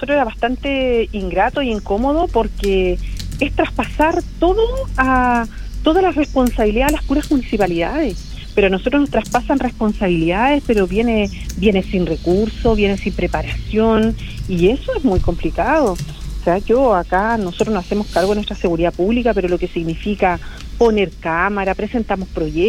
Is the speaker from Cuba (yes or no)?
no; Chile; como chilenos tenemos que celebrar y honrar también a todos nuestros antepasados que se la jugaron por tener este país libre.